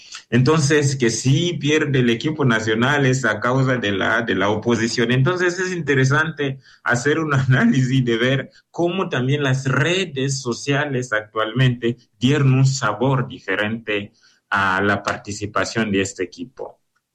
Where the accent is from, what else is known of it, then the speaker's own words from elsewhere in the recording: DR Congo; moved away; el fútbol en mi país es algo que une